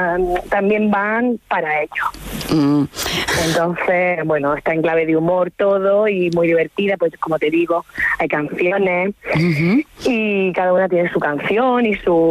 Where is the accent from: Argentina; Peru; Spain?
Spain; Caravaca, Region of Murcia; y yo que soy aquí de Caravaca, que voy a hacer la cenicienta.